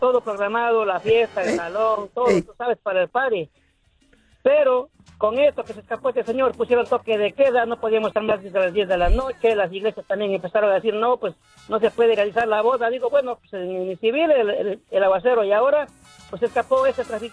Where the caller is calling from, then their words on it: Ecuador; somos de Ecuador nosotros.